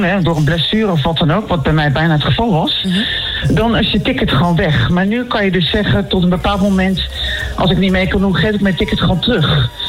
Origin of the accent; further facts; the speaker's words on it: Nijmegen, Gelderland, Netherlands; born or raised there